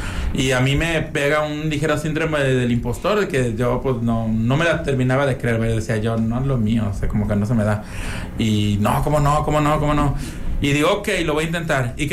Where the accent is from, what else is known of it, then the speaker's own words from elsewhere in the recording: Mexico; todos somos mexicanos